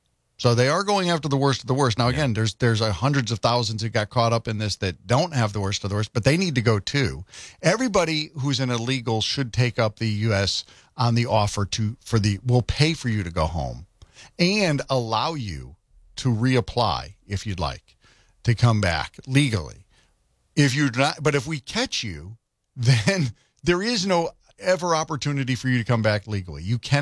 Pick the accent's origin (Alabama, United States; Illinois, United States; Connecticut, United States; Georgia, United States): Connecticut, United States; my home state of Connecticut.